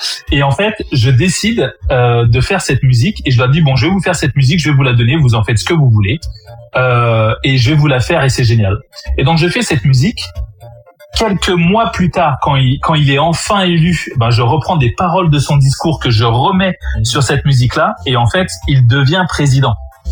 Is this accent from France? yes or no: yes; French West Indies, France; Je suis ce petit Antillais qui réussit quelque chose d'extraordinaire.